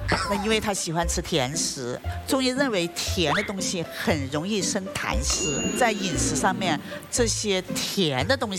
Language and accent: Chinese; Guangdong, China; 我们广东人呢